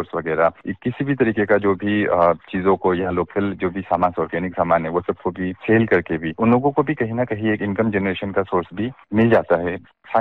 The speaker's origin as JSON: {"language": "Hindi", "town": "Namsai", "region": "Arunachal Pradesh", "country": "India", "said": "और मैं नामसाई का रहने वाला हूँ।"}